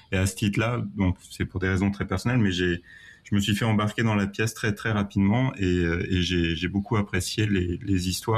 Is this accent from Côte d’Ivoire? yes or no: no; Orsay, Île-de-France, France; moved away; moi j'ai grandi à Orsay et j'ai quitté Orsay dans les années 2008 ou 2010.